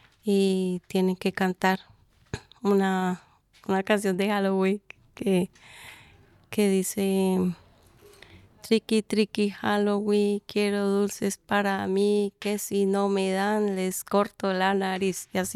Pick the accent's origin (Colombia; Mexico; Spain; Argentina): Colombia; Madrid, Cundinamarca; moved away; also born or lived in Falan, Tolima; Vengo de Madrid, Cundinamarca, pero nací en el Tolima, en Falan, Tolima.